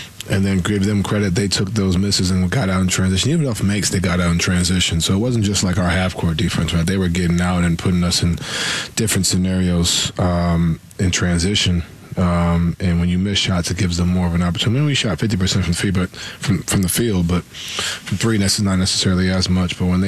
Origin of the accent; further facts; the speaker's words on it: New York, United States; I mean, I'm from New York.